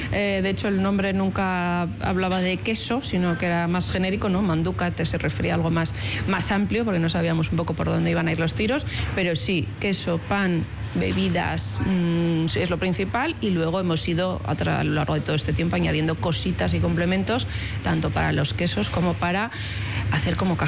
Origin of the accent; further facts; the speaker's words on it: Alicante, Valencian Community, Spain; born there; now in Bilbao, Spain; yo es que no nací aquí. Yo nací en Alicante, entonces ese apellido es valenciano.